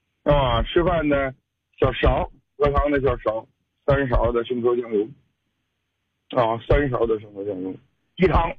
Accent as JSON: {"language": "Chinese", "town": "Wafangdian", "region": "Liaoning", "country": "China", "tie": "born or raised there", "moved": "yes", "lives_now": "Shenyang, China", "said": "回到了我老家瓦房店"}